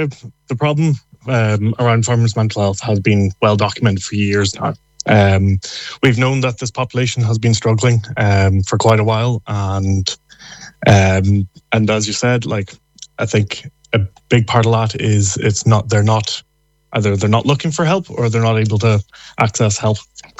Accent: Ireland; especially as Irish people

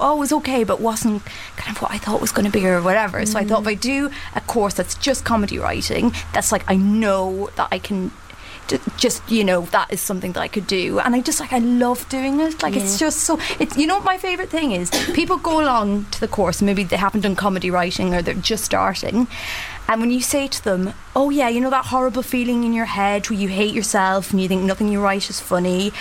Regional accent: Ireland; now in London, United Kingdom; because I think as Irish, in Ireland, the whole idea of like stand-up is very much like

